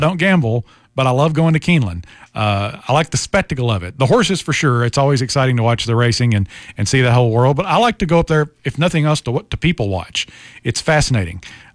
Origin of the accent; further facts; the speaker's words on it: Kentucky, United States; hi, I'm from Kentucky.